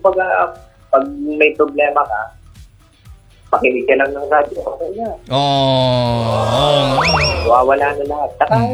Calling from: Tanauan, Calabarzon, Philippines; ng Tanawan City, Batangas.

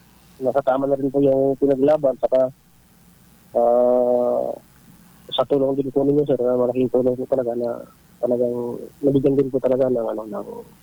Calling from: El Nido, Mimaropa, Philippines; dito po sa amin sa Nakwan.

